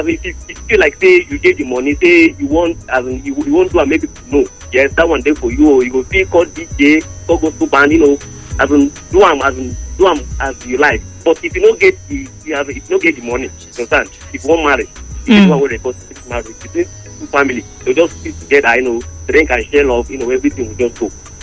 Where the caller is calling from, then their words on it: Enugu State, Nigeria; I'm from Utuka. I'm from Enugu State.